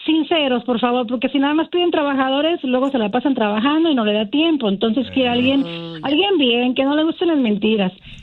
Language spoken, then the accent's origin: Spanish; Guadalajara, Jalisco, Mexico; Es tapatía, somos de Guadalajara.